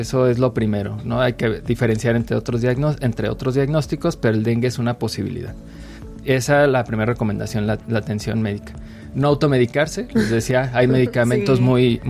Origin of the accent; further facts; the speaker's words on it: Mexico; yo creo que como mexicanos, como latinos